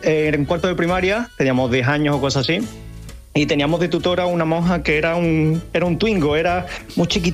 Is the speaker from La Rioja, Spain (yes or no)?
no; Seville, Andalusia, Spain; now in Valencia, Spain; Yo soy de Sevilla. Sí. Y esta anécdota pasó en Sevilla.